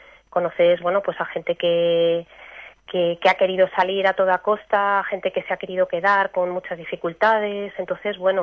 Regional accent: Madrid, Community of Madrid, Spain; moved away; yo me he criado en Madrid

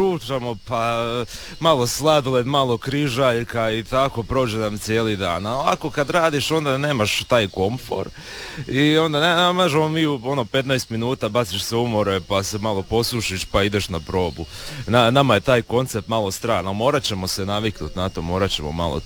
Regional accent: Slavonia, Croatia; mi vam Slavonci nemamo to bacim se u more.

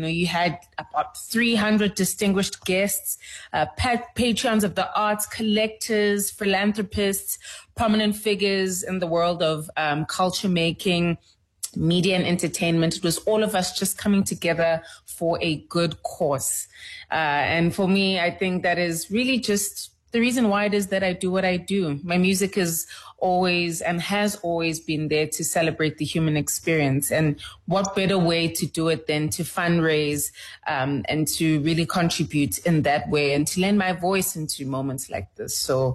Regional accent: Pietermaritzburg, KwaZulu-Natal, South Africa; also born or lived in Durban; being a coastal girl, because I was born in KZN and Durban, raised in Pietermaritzburg.

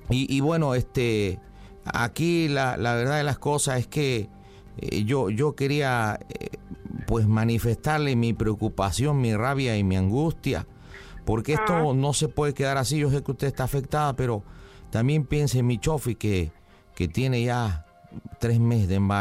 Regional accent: Mexico; Bueno, antes que nada, hija, yo vengo de México, ¿verdad?

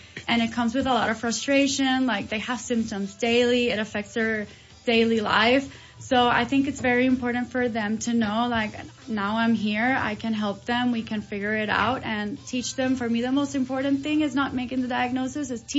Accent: San Juan, Puerto Rico; I'm from San Juan, Puerto Rico. So being around a Latin community was something that I really wanted to do. It makes me feel like I'm closer to home.

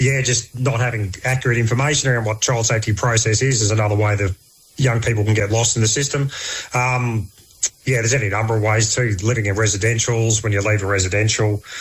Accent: Hervey Bay, Queensland, Australia; also born or lived in Eidsvold; I was born in Idesvold, but we consider Harvey Bay home. That's where the family ended up settling way back in the 1920s, I think it was.

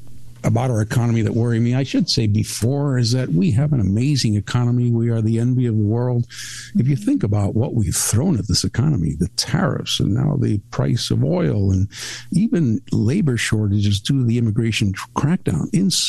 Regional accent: Mexico; also born or lived in Cuba; now in United States; I was born in Cuba. We left after the revolution, came to the U.S., became U.S. citizens, and then moved to Mexico. And that's where I went to school, junior high school, high school.

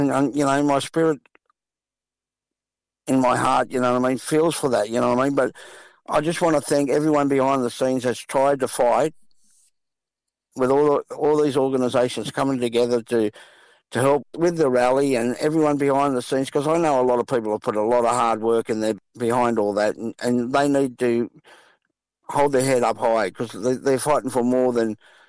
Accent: Sydney, New South Wales, Australia; We grew up in South Sydney, Redfern All Blacks.

